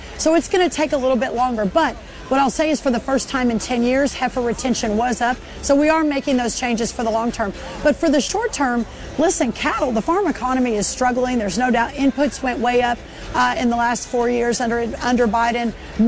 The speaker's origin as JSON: {"language": "English", "region": "Texas", "country": "United States", "said": "we're in my home state of Texas, where conservative values certainly tend to win the day most of the time, if not all the time."}